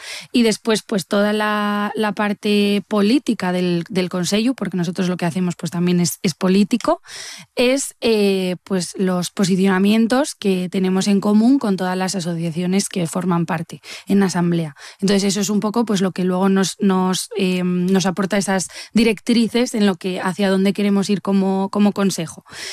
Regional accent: Gijón, Asturias, Spain; Nosotras somos de Gijón

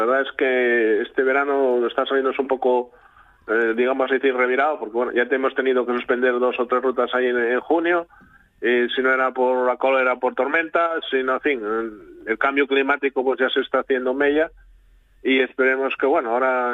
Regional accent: Valdredo, Cudillero, Asturias, Spain; yo soy de costa, uh-huh. Pero bueno, tenemos aquí muy cerca las brañas vaqueiras, aquí de Valdredo, que yo toda la vida soy de aquí de Valdredo

